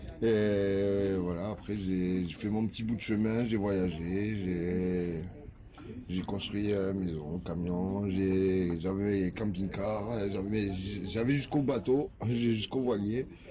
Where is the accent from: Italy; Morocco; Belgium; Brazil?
Belgium; now in France; Comme moi, je suis belge, enfin, je suis d'origine belge, je retourne là-bas